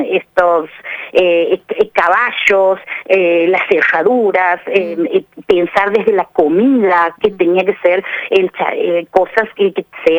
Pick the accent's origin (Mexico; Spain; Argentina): Argentina